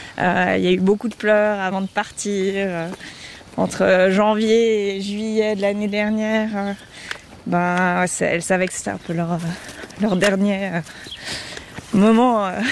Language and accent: French; Jura, Switzerland